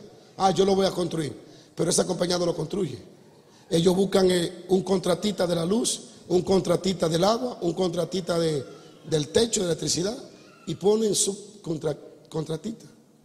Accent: Dominican Republic; Soy dominicano

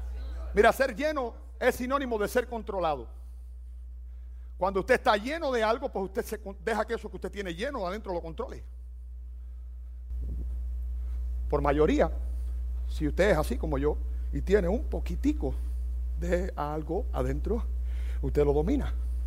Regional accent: Cuba; now in United States; Nosotros en Cuba decimos paragüero.

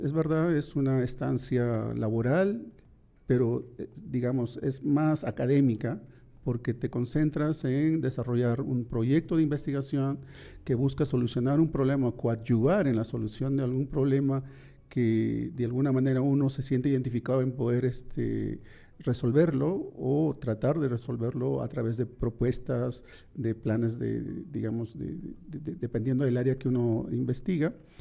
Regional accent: Peru; now in Mexico; Pues yo soy, digamos, del Perú, vengo a México con esta posibilidad de hacer los posgrados y el Colegio de Michoacán es el que me acoge

